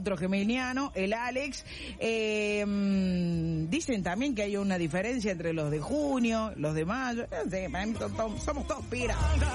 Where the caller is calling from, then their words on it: Río Segundo, Córdoba, Argentina; de Río Segundo. Estoy a full acá en la carpintería.